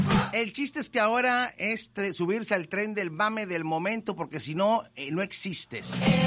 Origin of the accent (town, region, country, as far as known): Mexico